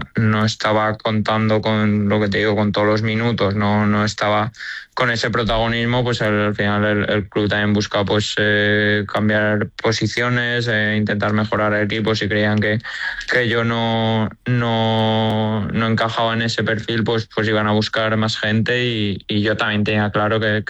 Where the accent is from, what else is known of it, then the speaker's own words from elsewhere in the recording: Valencia, Valencian Community, Spain; porque al final yo me he criado allí, soy del Valencia y voy a ser de Valencia toda la vida